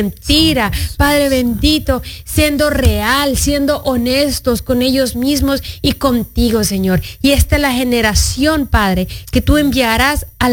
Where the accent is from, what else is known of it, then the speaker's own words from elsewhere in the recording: Honduras; moved away; desde mi bella Honduras. Los hondureños, mi bello país, hermoso país que amo, mi tierra natal